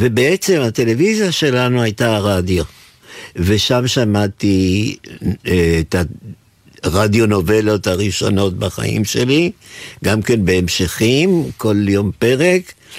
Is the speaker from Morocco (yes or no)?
no; Buenos Aires, Argentina; now in Israel; נולדתי בבואנוס איירס, וגדלתי בתקופה שהרדיו היה מאוד מרכזי בחיים שלנו